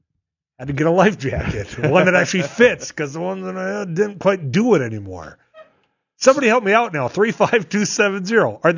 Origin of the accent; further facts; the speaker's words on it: Devils Lake, North Dakota, United States; the thing that's blowing my mind is growing up in the Devil's Lake area